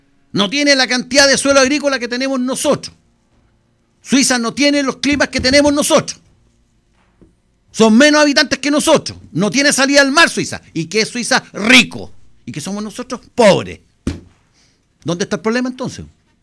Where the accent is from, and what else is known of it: Chile